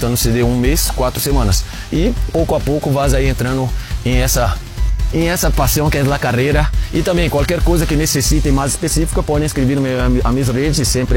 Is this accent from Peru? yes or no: no; Brasília, Federal District, Brazil; Spanish is a second language; moved away as an adult; now in Mexico City, Mexico; yo soy de Brasilia, ¿no? La capital de Brasil, estamos a 1,100 metros de altitud, que es menos de la mitad de México. Afortunadamente, allá también tiene un clima parecido con aquí, muy árido.